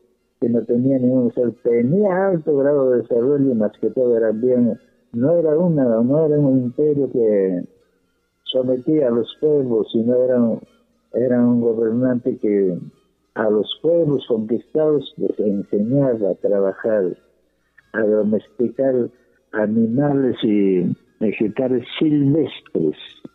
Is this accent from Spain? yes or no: no; Peru